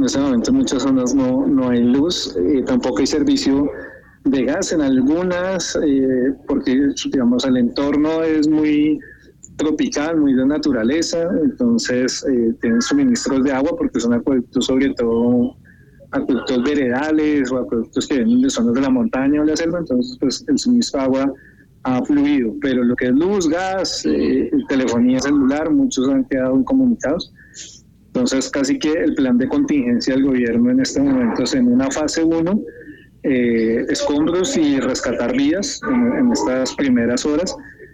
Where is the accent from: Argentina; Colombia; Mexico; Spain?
Colombia; como colombianos, independiente de derecha e izquierda, hay que salir a ayudar, a apoyar